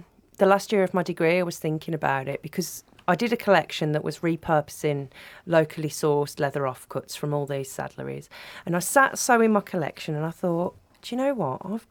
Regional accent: Warsaw, Masovian Voivodeship, Poland; You know, I think that comes from growing up in Warsaw.

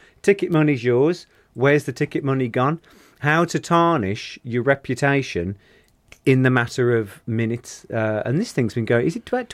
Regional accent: Halesowen, West Midlands, United Kingdom; my hometown has been mentioned in Rick Mail's book.

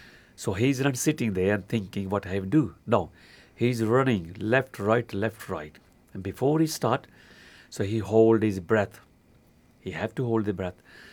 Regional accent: India; accent: Indian; now in Black Country, United Kingdom; I go Indian accent.

